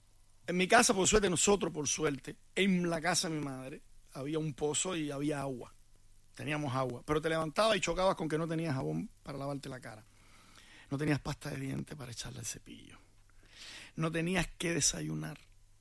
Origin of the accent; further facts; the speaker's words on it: Cuba; En Cuba, en mi pueblo, ahí, uno de los líderes más grandes de, o que más mediático era en la oposición en Cuba era de mi pueblo